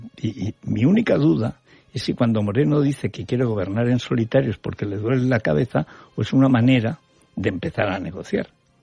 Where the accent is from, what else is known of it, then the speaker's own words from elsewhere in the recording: Aragon, Spain; now in Madrid, Spain; Yo no podía ir a mi pueblo, que es el último pueblo de Aragón, o el primero según se mide, a 4 kilómetros de Guadalajara, porque no me dejaban pasar de Madrid a Guadalajara